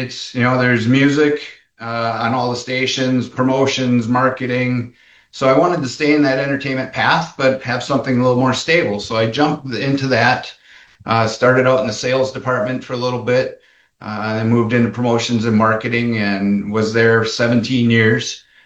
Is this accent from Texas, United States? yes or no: no; Manitowoc County, Wisconsin, United States; Well, I grew up pretty poor in Manitowoc County.